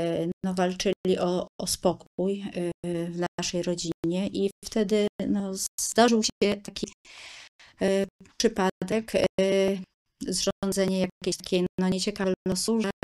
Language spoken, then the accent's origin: Polish; Greater Poland Voivodeship, Poland; a poszukiwałam i w tym województwie i poza tym województwem, gdzie pochodzę z Wielkopolski